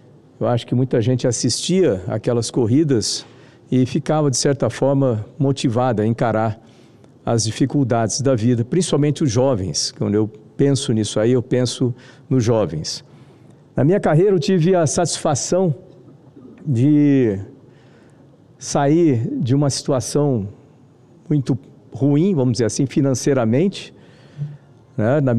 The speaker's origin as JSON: {"language": "Portuguese", "town": "Bauru", "region": "São Paulo", "country": "Brazil", "tie": "born there", "said": "lá da minha cidade de Bauru"}